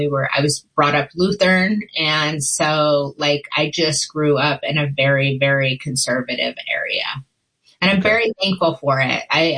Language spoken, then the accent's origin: English; Kansas, United States; I grew up in Kansas, northwest corner of Kansas, and grew up on a farm. I know I do not look like a farm person, but I really am.